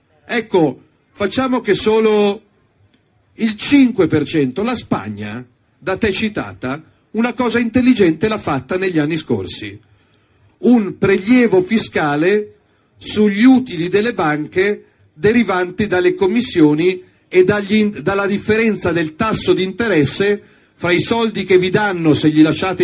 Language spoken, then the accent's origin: Italian; Lombardy, Italy; chi c'è dalla mia Lombardia? Un applauso ai lombardi che vengono in vacanze in Romagna.